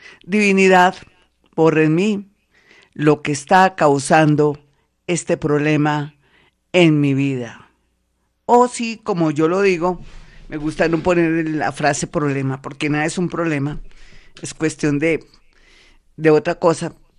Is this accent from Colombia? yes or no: yes; Colombia